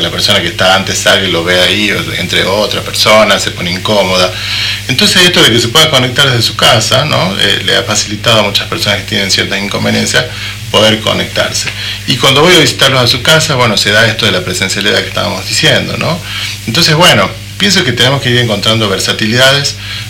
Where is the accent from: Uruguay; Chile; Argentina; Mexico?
Argentina; Tucumán; Claro, mi característica es tucumana, qué sé yo. Bueno, soy mitad tucumano, es así, eso también entra.